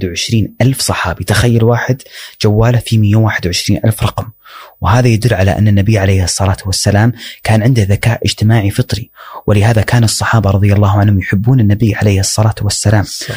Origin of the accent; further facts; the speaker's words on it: Saudi Arabia; إذا قيل ما قبيلة تقول أنا سعودي.